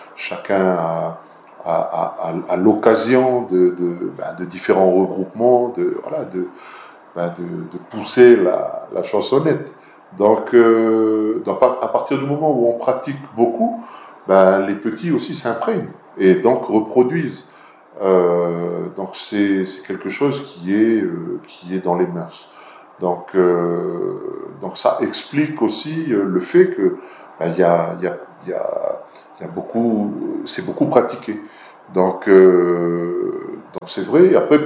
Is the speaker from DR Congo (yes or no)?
no; Lifou, Loyalty Islands Province, New Caledonia; chez nous à Lossy, à Konechaya